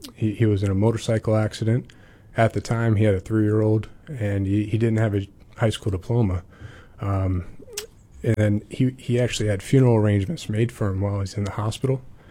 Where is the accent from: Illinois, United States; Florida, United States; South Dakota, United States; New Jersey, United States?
Florida, United States; Boynton Beach; moved away as an adult; also born or lived in Northeast United States / Pennsylvania; I grew up in West Palm Beach in Boynton Beach, Florida, on the East Coast.